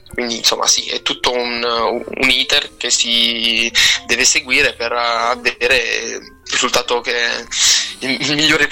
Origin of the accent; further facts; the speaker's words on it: San Michele di Bari, Apulia, Italy; Io sono di San Michele di Bari, un paesino insomma in provincia di Bari